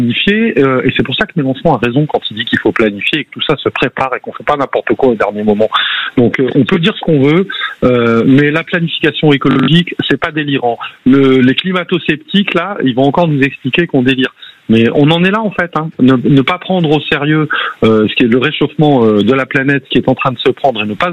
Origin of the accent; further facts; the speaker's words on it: Bordeaux, Nouvelle-Aquitaine, France; Bah moi je suis bordelais, je peux vous dire déjà que hier il y avait une espèce de brume dans Bordeaux